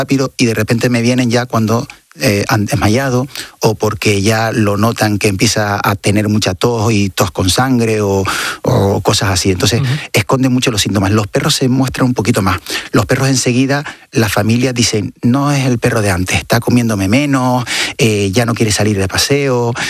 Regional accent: Canary Islands, Spain; y yo lo estoy sufriendo ahora mismo aquí en Madrid, vengo de Canarias, que estamos a 26 graditos

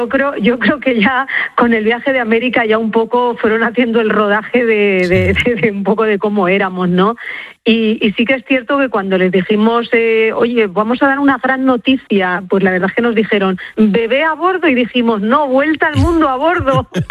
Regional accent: Tobarra, Castilla-La Mancha, Spain; Pues somos de un pueblo de Albacete, Tobarra.

